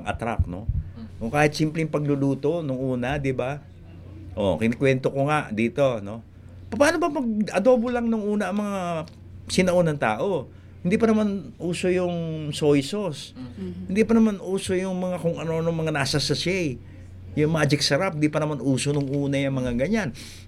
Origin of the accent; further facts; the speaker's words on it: Pagbilao, Calabarzon, Philippines; sa amin sa Pagbilao